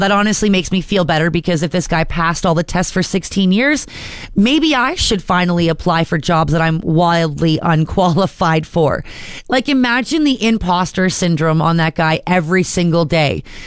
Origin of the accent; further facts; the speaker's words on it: Barrie, Ontario, Canada; my hometown of Barrie, Ontario.